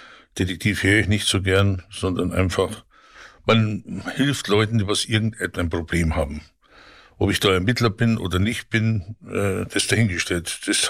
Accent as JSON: {"language": "German", "town": "Tegernsee", "region": "Bavaria", "country": "Germany", "lives_now": "Northern Germany", "said": "Und dann war die Entscheidung, bleiben wir in Tegernsee, wo ich herkomme, oder gehen wir nach Norddeutschland, da kommt meine Frau her."}